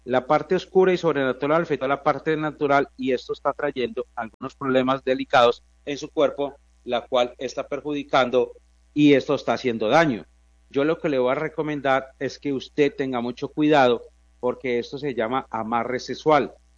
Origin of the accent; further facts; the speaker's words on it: Viterbo, Caldas, Colombia; soy de Viterbo